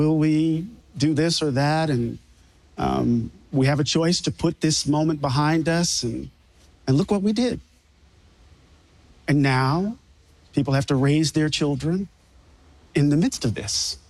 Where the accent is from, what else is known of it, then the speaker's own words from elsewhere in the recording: Mississippi, United States; Maybe it's because I'm from Mississippi.